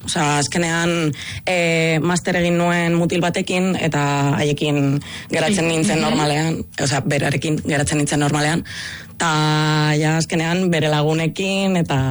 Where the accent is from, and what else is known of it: Alhama de Murcia, Region of Murcia, Spain; Basque is a second language; moved away as an adult; now in Vitoria-Gasteiz, Spain